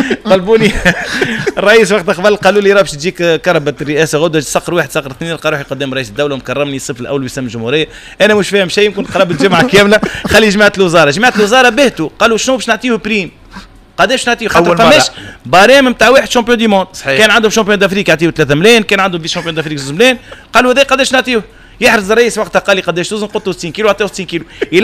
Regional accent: Tunisia; انا طلعت من تونس وخدمت ستاف تونسي وتعب تونسي

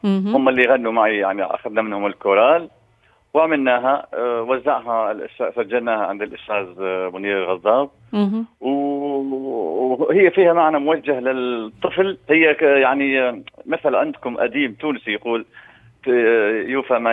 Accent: Deir ez-Zor, Deir ez-Zor Governorate, Syria; moved away; أنا سوري طبعا وأفتخر بذلك، لكن كمان نغني عراقي. أنا أصلي من دير الزور، من دير الزور إحنا نغني اللون العراقي مليح،

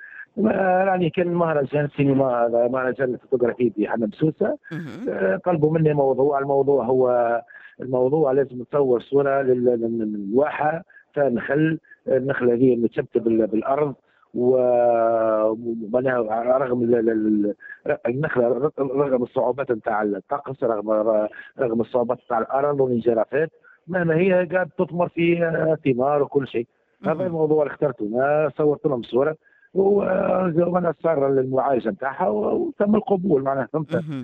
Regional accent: Tunisia; انا من تونس

